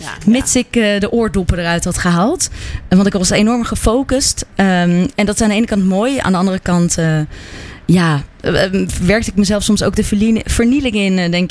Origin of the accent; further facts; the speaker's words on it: Zoetermeer, South Holland, Netherlands; Zoetermeer.